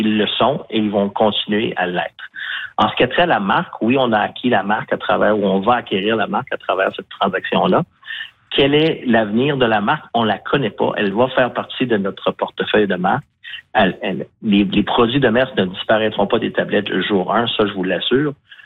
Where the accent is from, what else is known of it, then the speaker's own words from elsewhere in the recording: Sainte-Croix, Quebec, Canada; je salue tous les gens de la grande capitale, ma ville natale de Sainte-Croix.